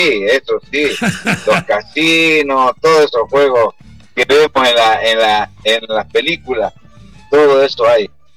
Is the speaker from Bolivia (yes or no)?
yes; Chaco, Bolivia; Yo le digo, él es de la ciudad, yo soy del campo, le digo, Así que él es chapaco, yo soy chaqueño.